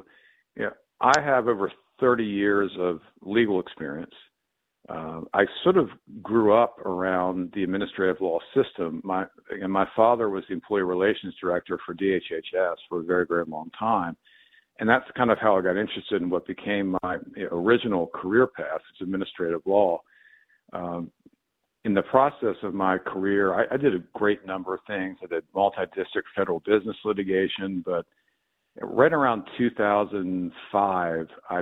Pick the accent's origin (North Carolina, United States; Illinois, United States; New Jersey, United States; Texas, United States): North Carolina, United States; Raleigh; also born or lived in Asheville, North Carolina; that's why I grew up in this area. So I grew up basically between what is now in North Raleigh and Wake Forest. Went to Wake County Public Schools.